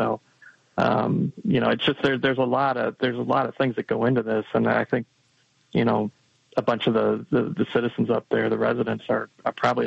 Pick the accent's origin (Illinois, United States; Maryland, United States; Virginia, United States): Illinois, United States; Arlington Heights; I was raised in Arlington Heights, and I went to Buffalo Grove High School